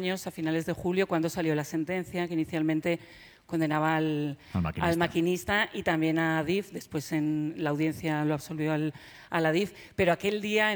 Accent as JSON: {"language": "Spanish", "town": "Pamplona", "region": "Navarre", "country": "Spain", "lives_now": "Santiago de Compostela, Spain", "said": "Yo hago el Hoy por Hoy Santiago, soy de Pamplona y tengo ahí el Hora 14"}